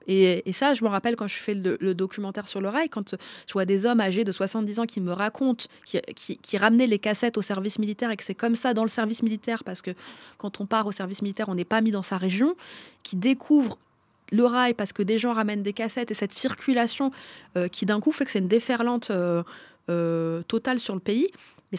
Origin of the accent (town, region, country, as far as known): Paris, Île-de-France, France; born or raised there